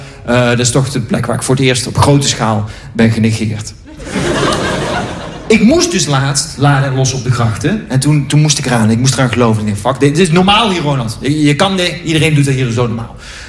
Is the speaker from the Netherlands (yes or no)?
yes; Eindhoven, North Brabant, Netherlands; Ik kan dat niet, want ik ben opgegroeid in Eindhoven. Daar heb je ruimte zat. Daar doet niemand dat.